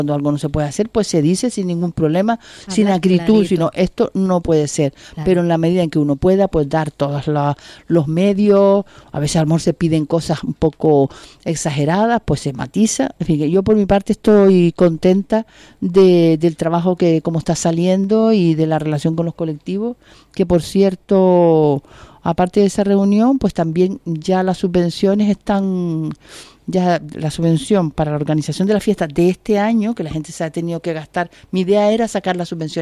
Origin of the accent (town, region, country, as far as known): Santa Brígida, Canary Islands, Spain